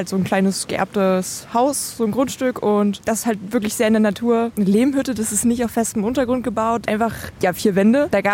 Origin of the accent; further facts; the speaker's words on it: Halle, Saxony-Anhalt, Germany; ich bin aus Halle